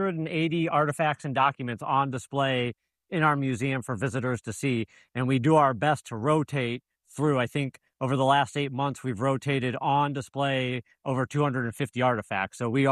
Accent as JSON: {"language": "English", "town": "Canton", "region": "Ohio", "country": "United States", "tie": "born or raised there", "said": "So I've been here 21 years, working in a variety of different capacities, but I was born and raised in Canton, Ohio"}